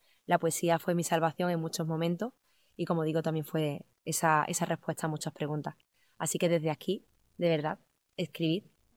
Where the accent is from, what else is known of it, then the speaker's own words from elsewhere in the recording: Seville, Andalusia, Spain; Soy una poeta sevillana